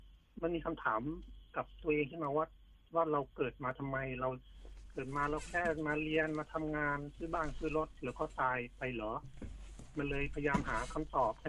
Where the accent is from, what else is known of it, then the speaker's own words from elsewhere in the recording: Pattani, Thailand; now in Nakhon Ratchasima, Thailand; เป็นคนจังหวัดปัตตานีครับแต่ว่ามาย้ายไปอยู่ที่โคราช